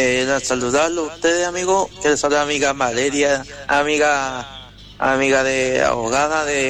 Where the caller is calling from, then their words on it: Los Ángeles, Biobío, Chile; De Los Ángeles, región del Biobío.